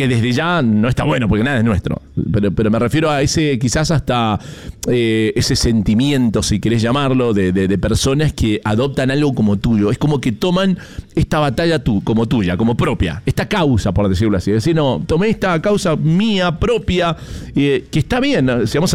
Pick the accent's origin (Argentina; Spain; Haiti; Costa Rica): Argentina; como comúnmente le decimos aquí en Argentina